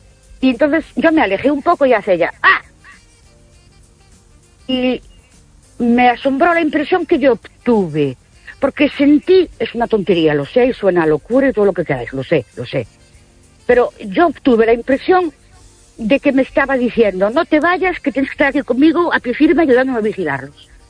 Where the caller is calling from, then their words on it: Ourense, Galicia, Spain; Buenas noches … de Ourense.